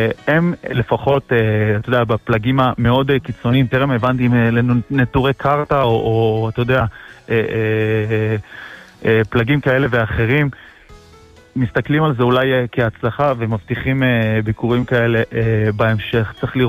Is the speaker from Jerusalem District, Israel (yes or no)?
yes; Jerusalem, Jerusalem District, Israel; אני ירושלמי